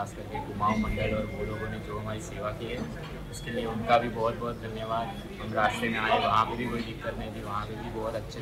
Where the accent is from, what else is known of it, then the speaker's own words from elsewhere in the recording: Gujarat, India; मैं गुजरात से आया हूँ